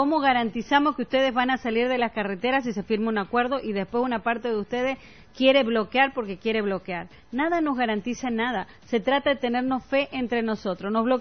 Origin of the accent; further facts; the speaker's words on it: Bolivia; todos somos bolivianos.